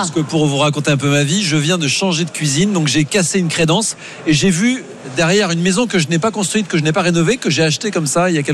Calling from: Aix-en-Provence, Provence-Alpes-Côte d'Azur, France; J'habite en Provence, à Aix-en-Provence.

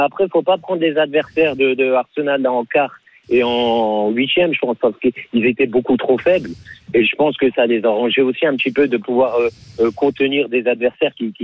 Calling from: Lille, Hauts-de-France, France; Je suis lillois.

